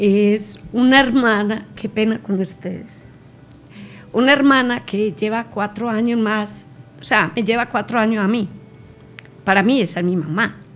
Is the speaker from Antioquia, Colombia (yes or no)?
yes; San Luis, Antioquia, Colombia; born there; yo soy de Oriente Antioqueño, soy de San Luis.